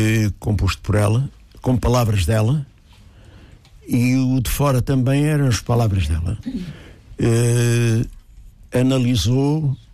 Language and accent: Portuguese; Lisbon, Portugal; E morava na Rua do Duque, morei até casar. Portanto, eu sou alfacinha de gema.